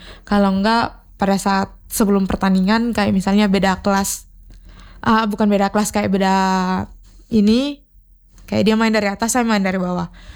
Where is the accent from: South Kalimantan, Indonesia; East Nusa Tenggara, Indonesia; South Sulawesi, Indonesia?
East Nusa Tenggara, Indonesia; Itu kami dari NTT, saya membawa adik-adik itu kurang lebih ada 5 orang.